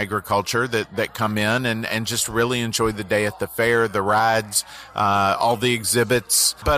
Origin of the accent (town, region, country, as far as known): Kentucky, United States; born or raised there